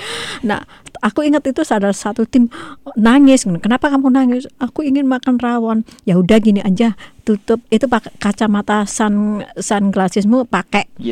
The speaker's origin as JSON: {"language": "Indonesian", "country": "Indonesia"}